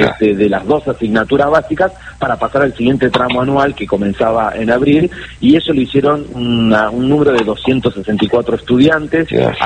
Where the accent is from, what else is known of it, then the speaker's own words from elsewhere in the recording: Buenos Aires Province, Argentina; Yo nací en Capital, viví siempre en el conurbano bonaerense, claro.